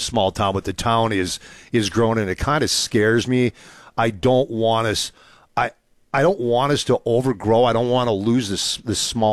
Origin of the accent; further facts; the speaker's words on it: Minnesota, United States; moved away; I'm born and raised on the Iron Range. I haven't lived in Minnesota in decades. Love the state. My mom still lives up in Hibbing